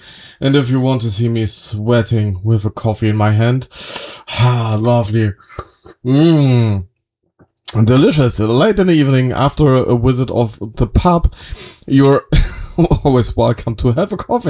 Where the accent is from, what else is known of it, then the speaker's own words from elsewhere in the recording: Germany; Yvonne, I'm from Germany, not from Austria.